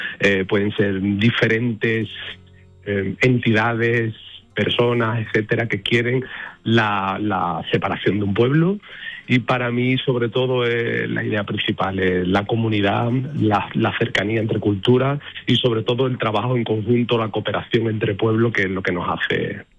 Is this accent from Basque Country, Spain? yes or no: no; Seville, Andalusia, Spain; siempre llegamos con ilusión, por supuestísimo, de bailar en mi tierra y de bailarle a mi gente y a mi pueblo